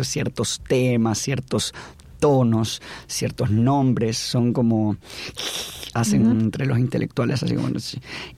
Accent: Buenos Aires, Argentina; Es un pequeño mundo muy complejo en sí mismo, que en el que crecí en Buenos Aires.

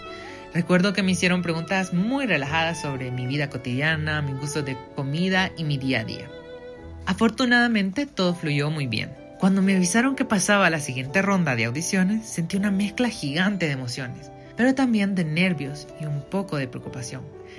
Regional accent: El Salvador; soy el primer salvadoreño y el primer latinoamericano que tenían como invitado extranjero en este espacio.

